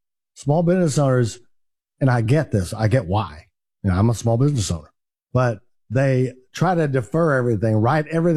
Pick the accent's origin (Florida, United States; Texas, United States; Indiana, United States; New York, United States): Texas, United States; Well, nobody in my family, we're rednecks from East Texas. Nobody ever lives past 70.